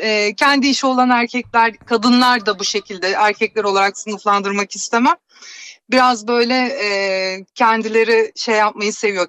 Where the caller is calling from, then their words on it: Bursa, Turkey; Bursa'dan arıyorum.